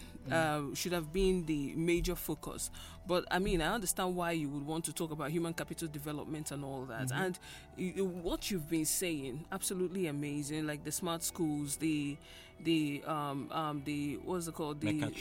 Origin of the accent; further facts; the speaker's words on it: Enugu State, Nigeria; I'm also from Enugu State. I'm a youth.